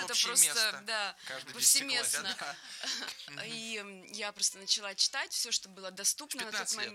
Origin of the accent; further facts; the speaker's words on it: Krasnoyarsk Krai, Russia; Я на самом деле из закрытого города, из-под Красноярска. Вот под Красноярском.